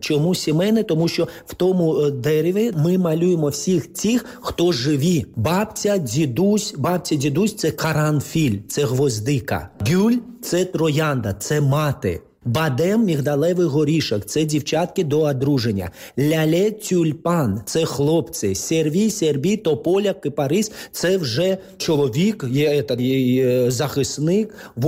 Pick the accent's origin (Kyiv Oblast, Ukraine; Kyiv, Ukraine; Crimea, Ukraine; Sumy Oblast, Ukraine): Crimea, Ukraine; Bakhchysarai; Тут була виставка про мій рідний Бахчисарайський ханський палац. Виставка. Я встиг попрацювати в ханському палаці в Криму, да, гідом влітку.